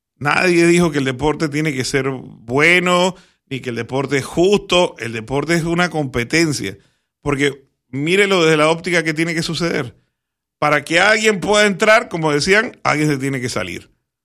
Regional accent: Panama; entre nosotros mismos como panameños

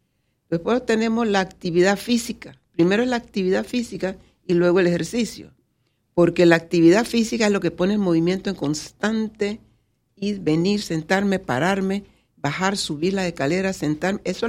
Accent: Colón, Panama; yo soy de Colón.

